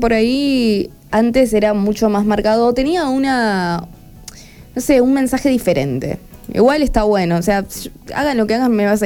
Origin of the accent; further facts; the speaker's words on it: Comodoro Rivadavia, Chubut, Argentina; yo soy de Comodoro Rivadavia